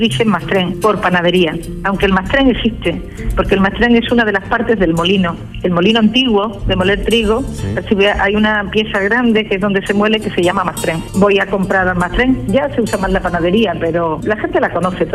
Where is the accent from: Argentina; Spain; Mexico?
Spain; Almáchar, Andalusia; born or raised there; moved away